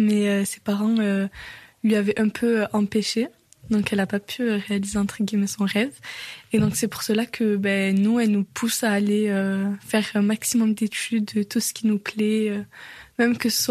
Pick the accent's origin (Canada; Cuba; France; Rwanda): France; Millau, Occitanie; J'ai 18 ans. Je suis née en Aveyron, à Millau. J'ai grandi dans un milieu rural.